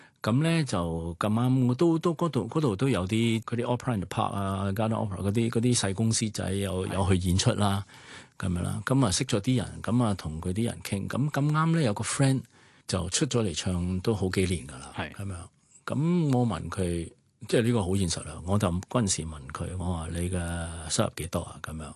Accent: Hong Kong; moved away as an adult; also born or lived in United Kingdom; 翻嚟香港教琴赚得唔止啊？

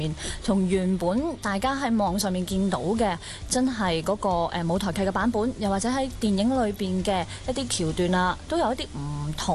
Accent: Hong Kong

